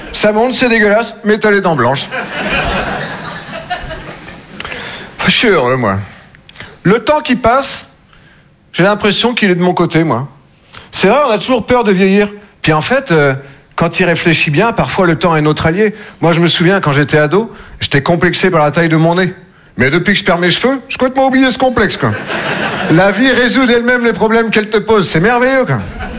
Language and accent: French; Nouvelle-Aquitaine, France; Moi je viens des Deux-Sèvres, je sais pas si vous connaissez. Entre la Vienne et la Vendée.